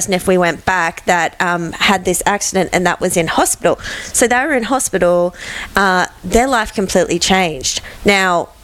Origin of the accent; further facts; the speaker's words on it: Australia